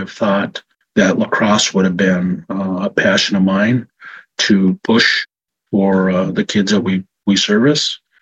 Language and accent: English; Fond du Lac, United States; I grew up as … so I'm from Fond du Lac.